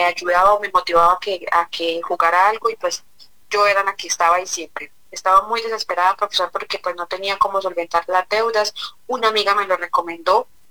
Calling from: Bogotá, Colombia; hablo con Paola, lo llamo acá de Bogotá, el barrio 20 de julio.

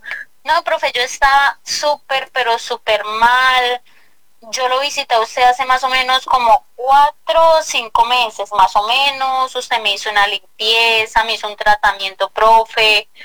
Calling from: Villeta, Cundinamarca, Colombia; Te llamo desde Villeta, Cundinamarca.

